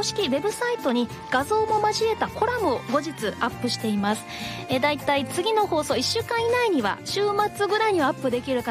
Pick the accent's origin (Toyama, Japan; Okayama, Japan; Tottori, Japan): Okayama, Japan; accent: Okayama dialect; moved away; マモさんとすごく地元が近くで、隣の小学校中学校に通っていたので岡山トークもとっても盛り上がりました。